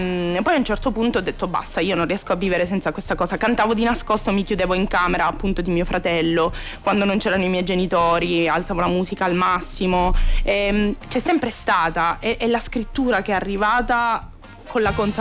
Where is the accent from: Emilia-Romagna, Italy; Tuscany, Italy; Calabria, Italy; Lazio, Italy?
Calabria, Italy; Acri; moved away as an adult; now in Perugia, Italy; Sono di Acri, sì.